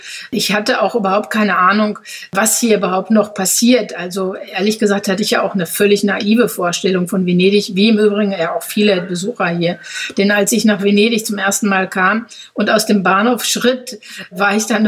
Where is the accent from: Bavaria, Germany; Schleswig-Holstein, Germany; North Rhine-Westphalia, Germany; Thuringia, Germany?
North Rhine-Westphalia, Germany; moved away as an adult; now in Venice, Italy; Ich habe selbst in meiner Heimatstadt, also in der ich aufgewachsen bin, im Ruhrgebiet, mit 19 Jahren habe ich die verlassen.